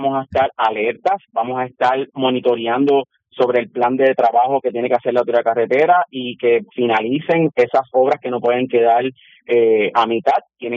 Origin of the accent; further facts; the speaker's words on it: Puerto Rico; lo que somos, caribeños, puertorriqueños